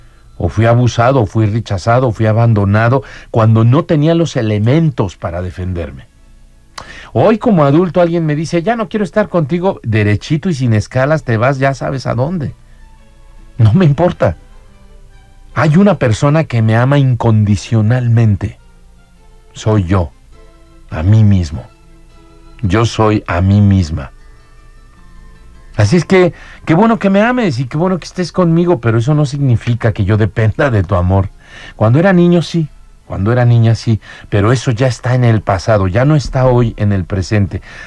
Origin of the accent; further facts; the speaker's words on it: Mexico; como somos los latinos o como somos los mexicanos